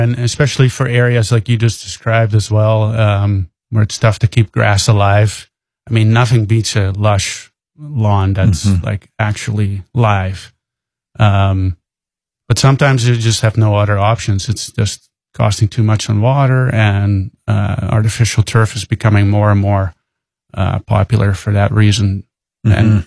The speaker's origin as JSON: {"language": "English", "country": "Netherlands", "moved": "yes", "said": "So me and my brother started, I believe, about 18 years ago already. We moved in 2003 from the Netherlands, and a few years later, we got into landscaping."}